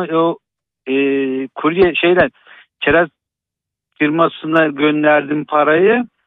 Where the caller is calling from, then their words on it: Manisa, Turkey; Ben Manisa'dan arıyorum sizi de.